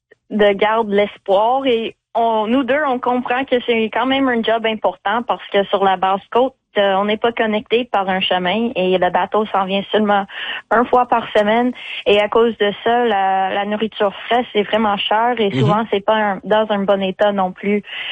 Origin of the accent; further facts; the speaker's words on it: Longueuil, Quebec, Canada; Non, j'ai grandi à Montréal, ben sur la rive sud à Longueuil, et j'ai étudié dans l'agriculture durable et système d'alimentaire à l'Université de Bishops.